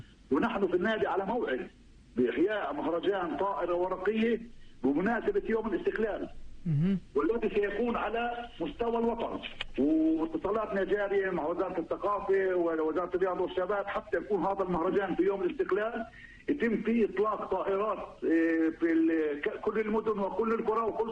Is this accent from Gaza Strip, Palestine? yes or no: no; Burin, West Bank, Palestine